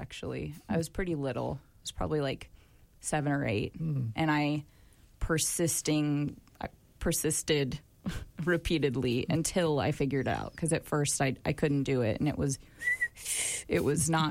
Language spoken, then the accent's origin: English; Nevada City, California, United States; born or raised there; moved away